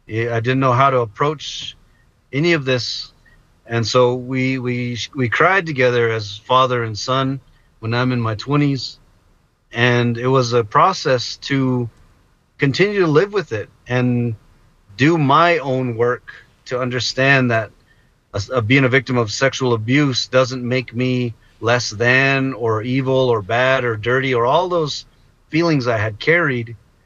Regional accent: United States; now in White Mountain Apache Reservation, Arizona, United States; I think as Native American people in the United States, we have a strange relationship with organized religion. Here on the White Mountain Apache tribe

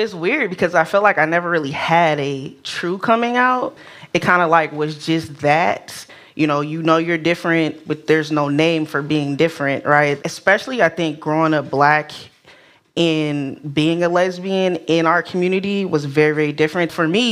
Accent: Oakland, California, United States; Growing up in Oakland, there was just so many things happening. There's crime, there's violence

